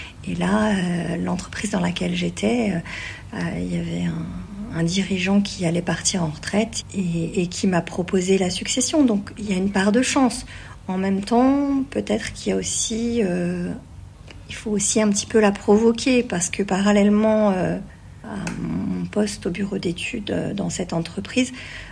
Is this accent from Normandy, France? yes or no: no; Bourgogne-Franche-Comté, France; moved away as an adult; je suis originaire de Lyon. C'est pour ça que j'ai commencé mon parcours professionnel sur la région lyonnaise. Mais je suis attachée quand même à mes racines et je suis revenue dans Lyon.